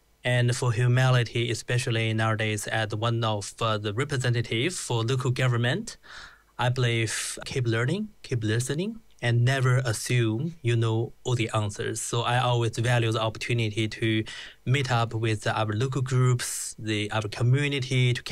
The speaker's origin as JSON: {"language": "English", "country": "China", "tie": "born or raised there", "said": "I was born in China and I grew up in a very ordinary family."}